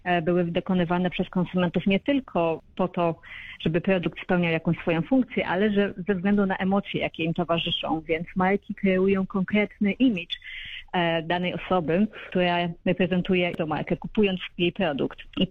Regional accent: Radom, Masovian Voivodeship, Poland; moved away as an adult; also born or lived in United Arab Emirates / United Kingdom; now in Australia; Z Radomia.

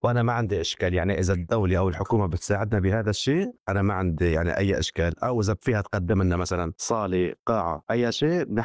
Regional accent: Syria; now in Shepparton, Australia; وأهالينا وأهالي الجالية السورية اللي بمدينة شبرتون كتير تضرروا يلي عايشين بسوريا وبتركيا

